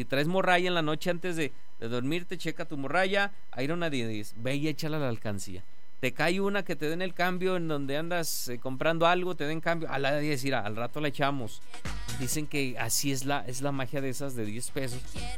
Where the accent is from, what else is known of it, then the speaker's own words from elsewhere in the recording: Mexico; Pues me quiero esperar como buen mexicano a ver qué.